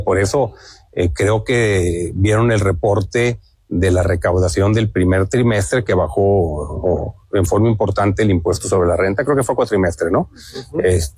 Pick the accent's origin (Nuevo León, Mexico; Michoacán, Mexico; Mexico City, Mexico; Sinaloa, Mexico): Nuevo León, Mexico; yo soy de Nuevo León